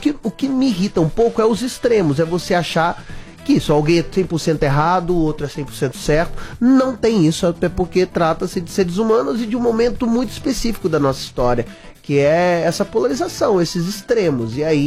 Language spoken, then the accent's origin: Portuguese; Minas Gerais, Brazil; now in China; Venho de Minas Gerais, então eu como.